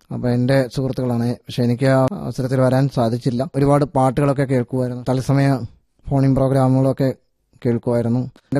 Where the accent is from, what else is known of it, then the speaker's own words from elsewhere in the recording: Kottayam district, Kerala, India; born there; ഞാൻ പഠിച്ചത് കോട്ടയം ജില്ലയിലെ കാഞ്ഞിരപ്പള്ളിക്ക് അടുത്തുള്ള കളകെട്ടി SSC അന്ധവിദ്യാലയത്തിലാണ്.